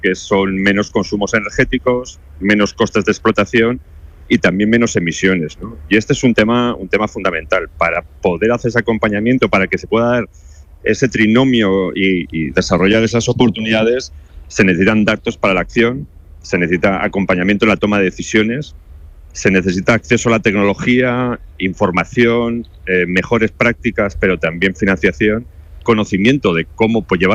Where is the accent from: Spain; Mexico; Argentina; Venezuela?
Spain; por tal y como somos los españoles, es muy intensivo en emociones, ¿no?